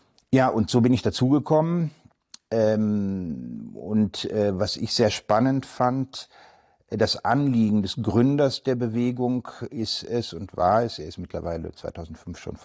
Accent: Müllheim, Baden-Württemberg, Germany; also born or lived in Freiburg; Ich war in Mülheim, Baden, geboren in Badenweiler, zur Schule gegangen, zum Gymnasium gegangen in Mülheim, Baden.

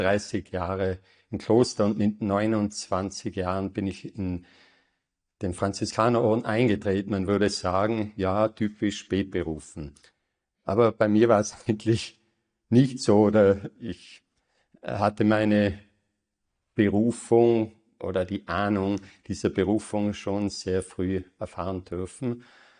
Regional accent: Tyrol, Austria; moved away as an adult; now in Brixen, Italy; Ich bin in einer ländlichen Familie, also 15 Kilometer südwestlich von Innsbruck beheimatet, bin dort geboren, in dieser Gemeinde und aufgewachsen und vom Elternhaus her auch kirchlich geprägt.

